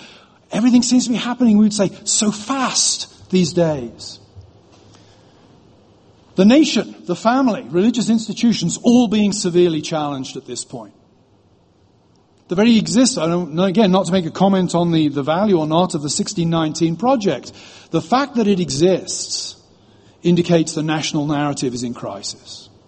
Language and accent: English; United Kingdom; now in United States; I'm British.